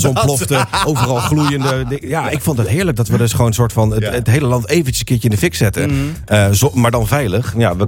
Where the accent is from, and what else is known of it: Netherlands